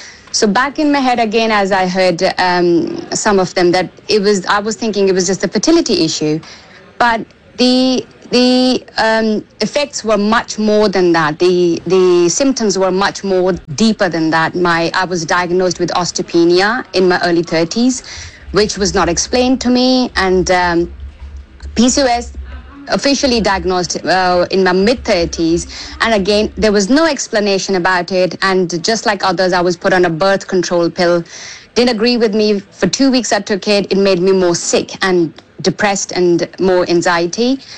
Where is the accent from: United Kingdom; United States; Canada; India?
India; So I was born and raised in India, and I'm 45